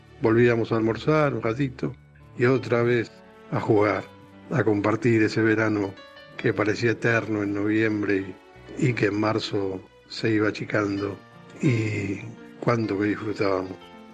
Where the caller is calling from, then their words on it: Buenos Aires, Argentina; de Parque Patricios